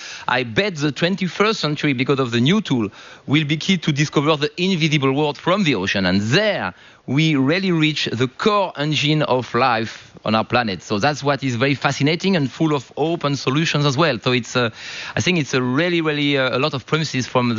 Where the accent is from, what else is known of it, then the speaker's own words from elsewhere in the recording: France; English is a second language; you know, I come from France, and I come from France.